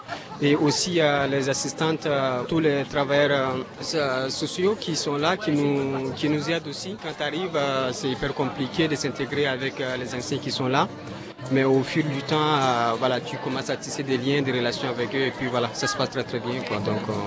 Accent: Chad; moved away as an adult; now in Saint-Brevin-les-Pins, France; Je suis originaire du Tchad.

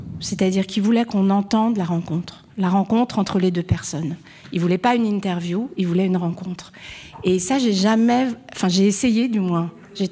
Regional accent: Malakoff, Île-de-France, France; les gens dont j'habite à Malakoff.

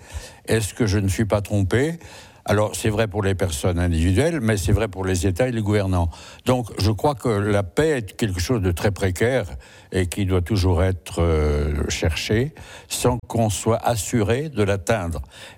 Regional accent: Saint-Étienne, Auvergne-Rhône-Alpes, France; Alors je suis originaire d'une ville en sinistrée qui est Saint-Étienne, qui jadis était une ville quand j'étais enfant très prospère, qui aujourd'hui est au fond du gouffre.

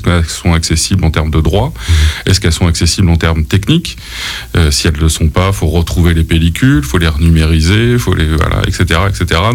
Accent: Venansault, Pays de la Loire, France; now in Poitiers, France; Alors moi j'habite à Poitiers, mais en fait je suis originaire d'une commune à côté de La Roche-sur-Yon qui s'appelle Venanceau.

